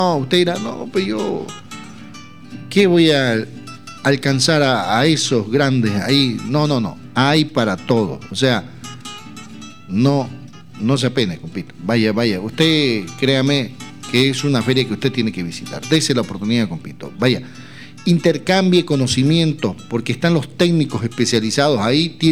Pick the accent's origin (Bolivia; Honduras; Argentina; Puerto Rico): Bolivia; Paredones, Santa Cruz; Saludo a mi pueblo de Paredones, de Amaipatas, de Totora.